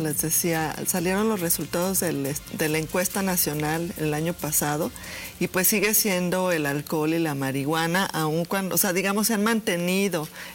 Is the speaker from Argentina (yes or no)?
no; Mexico; now in Aguascalientes, Mexico